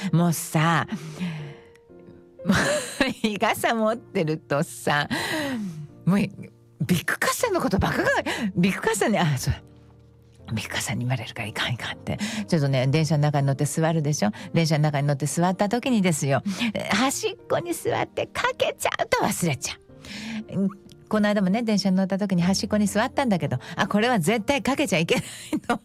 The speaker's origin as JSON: {"language": "Japanese", "region": "Hiroshima", "country": "Japan", "moved": "yes", "lives_now": "Tokyo, Japan", "said": "明日ね、夜行バスでね、広島に帰るの。"}